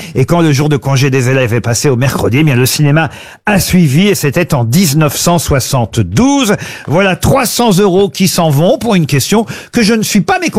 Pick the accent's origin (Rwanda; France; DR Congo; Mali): France; ce qui est le cas chez nous en France